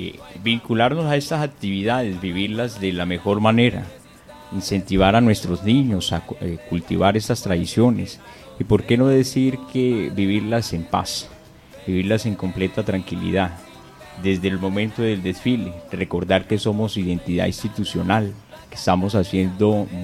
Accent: Huila, Colombia; nuestros niños expresan nuestra identidad opita.

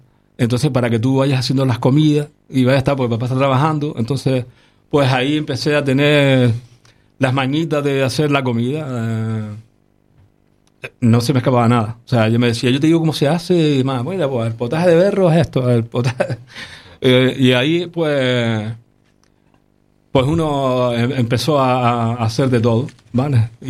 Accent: Las Palmas de Gran Canaria, Canary Islands, Spain; also born or lived in La Calzada, Gran Canaria; yo nací en La Calzada, pero a los 3 meses más o menos, mis padres me trajeron a Las Palmas. ¿Vale? Le dieron casa en Las Palmas, en este caso en el Polvorín. Y nos trajeron a Las Palmas.

